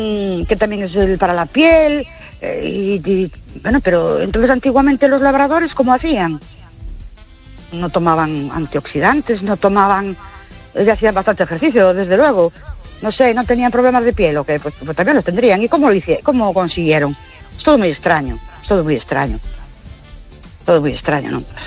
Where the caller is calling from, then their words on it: Ourense, Galicia, Spain; de Orense otra vez.